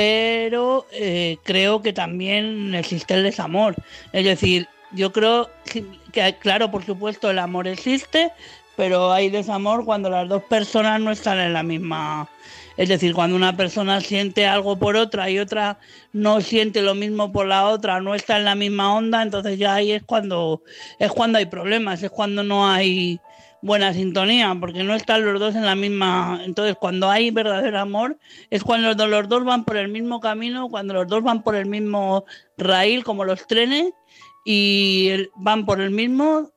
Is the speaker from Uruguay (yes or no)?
no; Madrid, Community of Madrid, Spain